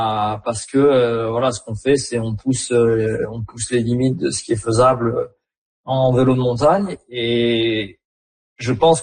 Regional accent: France; now in Whistler, Canada; j'ai quitté la France pour venir au Canada pour réaliser mon rêve qui était de rouler le Whistler Bike Park et découvrir un peu la Colombie-Britannique.

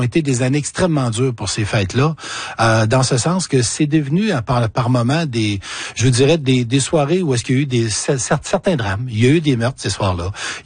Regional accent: Quebec, Canada; j'étais jamais venu participer à une fête de la Saint-Jean, sauf dans mon coin de pays en Beauce.

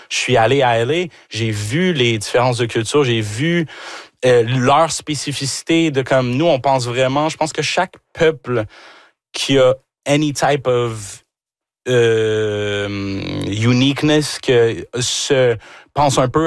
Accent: Rouyn-Noranda, Quebec, Canada; born there; Québécois, là, tu sais, je suis né ici, justement, à Rouyn-Noranda. Quand tu nais une minorité visible, quand tu nais noir, il y a toujours t'es Québécois à condition, comme.

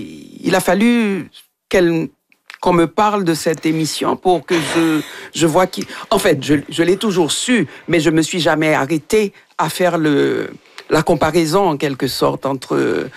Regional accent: Haiti; moved away; Ça fait longtemps que j'ai quitté Haïti.

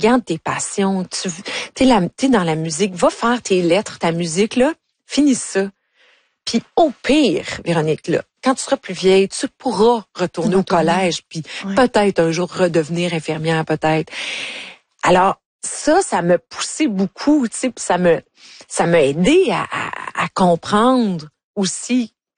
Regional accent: Ontario, Canada; e que moi, je viens de l'Ontario.

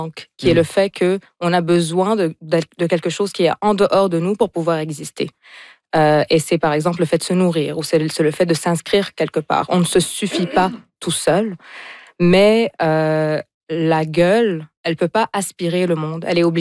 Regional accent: Beirut, Beirut Governorate, Lebanon; moved away; Beyrouth, qui est ma ville natale.

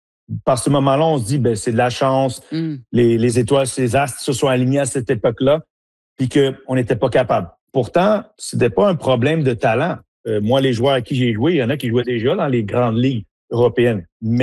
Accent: Montreal, Quebec, Canada; Je suis né, moi, à Montréal.

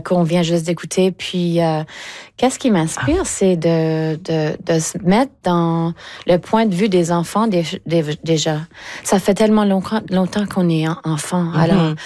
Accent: Eastern Canada, Canada; il y a tellement une liberté d'en parler parce que je viens de l'Est du Canada.

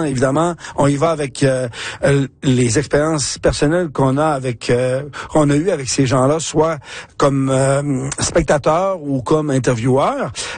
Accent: Alberta, Canada; chez nous en Alberta.

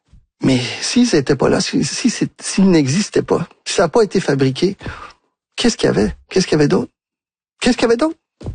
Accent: Quebec, Canada; Moi, je suis un Québécois, profondément Québécois et nationaliste, mais j'ai sillonné le Canada plus d'une fois

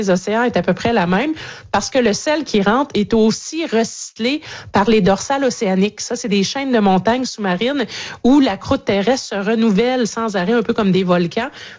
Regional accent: Canada; Chez nous, au Canada

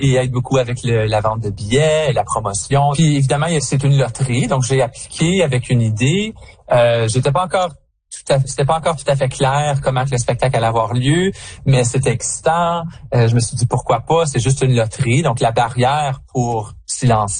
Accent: Canada; parce qu'en tant que Français-Canadien, je pense qu'on a une expérience très unique avec

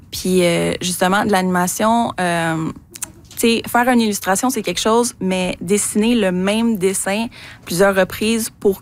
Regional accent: Montreal, Quebec, Canada; moi, dans le fond, je viens de Montréal, donc c'est quand même vraiment le fun de pouvoir faire quelque chose comme ça dans ma province.

